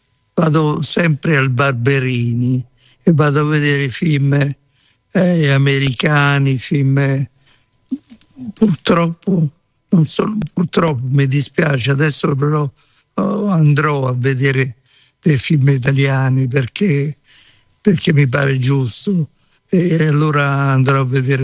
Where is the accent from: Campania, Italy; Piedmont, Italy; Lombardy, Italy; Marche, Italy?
Marche, Italy; Macerata; born there; now in Rome, Italy; io facevo il chierichetto da ragazzino quando stavo a Macerata. Poi quando sono venuto a Roma